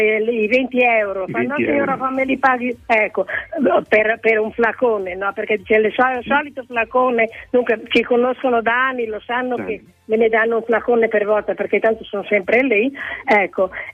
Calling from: Mantua, Lombardy, Italy; Sono di Mantova, della zona di Valdaro.

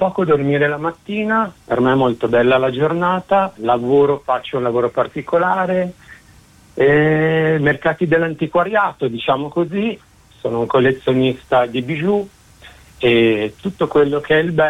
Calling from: Milan, Lombardy, Italy; Noi chiamiamo da Milano, io chiamo da Milano

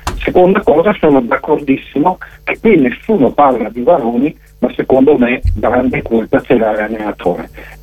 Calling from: Verona, Veneto, Italy; da Verona.

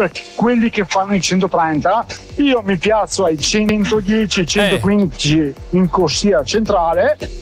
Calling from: Vicenza, Veneto, Italy; da Vicenza.

